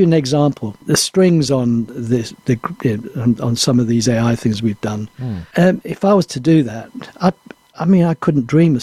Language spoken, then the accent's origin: English; Manchester, North West England, United Kingdom; my first street I was born in Manchester, Cuba Street, in just off the Stretford Road.